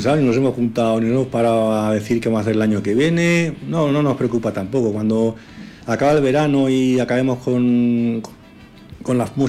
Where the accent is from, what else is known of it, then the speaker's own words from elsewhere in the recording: Villanueva de la Jara, Castilla-La Mancha, Spain; Hombre, por supuesto. Bueno, vamos a ver, somos todos de la Jara.